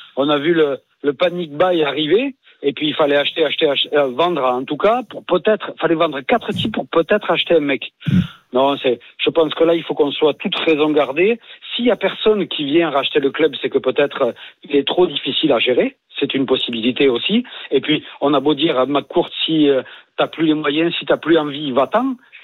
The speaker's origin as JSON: {"language": "French", "town": "Agen", "region": "Nouvelle-Aquitaine", "country": "France", "said": "on est issu du même coin, je suis d'Agen, donc on a le traumatisme girondin."}